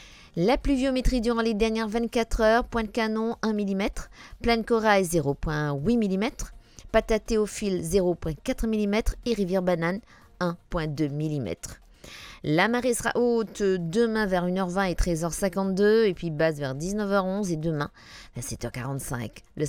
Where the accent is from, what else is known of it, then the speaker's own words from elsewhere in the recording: Mauritius; chez nous, à Maurice, à Rodrigue et à Galéga